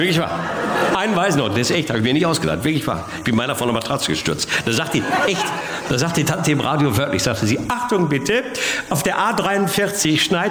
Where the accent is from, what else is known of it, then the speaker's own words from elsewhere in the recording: North Rhine-Westphalia, Germany; Jetzt komme ich aus dem Ruhrgebiet und wir bei uns zu Hause, das werden Sie nicht kennen, wir sind sogenannte Wirkungstrinker.